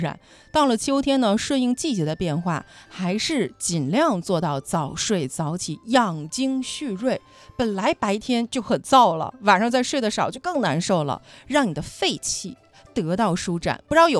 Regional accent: China

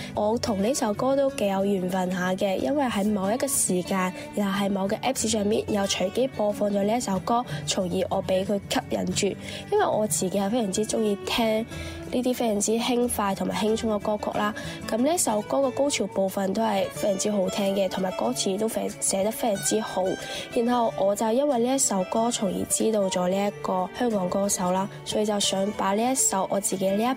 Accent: Macau; Hello， 大家好，

